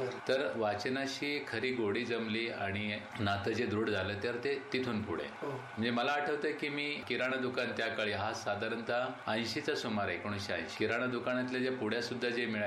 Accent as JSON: {"language": "Marathi", "town": "Kasar Pimpalgaon", "region": "Maharashtra", "country": "India", "tie": "born or raised there", "also_born_or_lived": "Varur, Shevgaon / Ahmednagar (Maliwada)", "said": "माझा जन्म वरूर शेवगाव इथला आणि माझं मूळ गाव कासार पिंपळगाव जे तिसगावच्या जवळ आहे"}